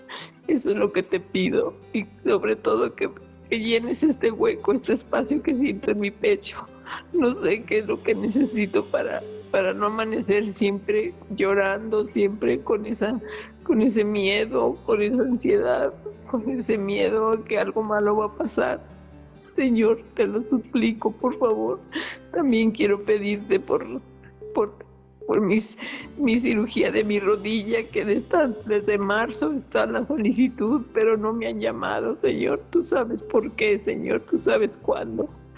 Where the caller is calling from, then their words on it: Guadalajara, Jalisco, Mexico; de aquí de Guadalajara.